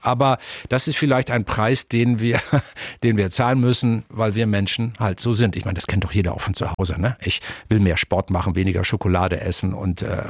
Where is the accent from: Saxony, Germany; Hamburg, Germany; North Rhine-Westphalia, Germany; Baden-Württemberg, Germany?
Hamburg, Germany; ich komme aus Norddeutschland, in der Nähe von Hamburg, geboren und aufgewachsen.